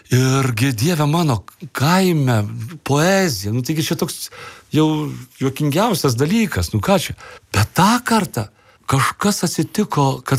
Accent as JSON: {"language": "Lithuanian", "region": "Tauragė County", "country": "Lithuania", "tie": "born or raised there", "said": "aš gimiau Tauragės rajone prie pat mažosios Lietuvos sienos. Ir mūsų bendruomenėje buvo dalis katalikų, dalis evangelikų"}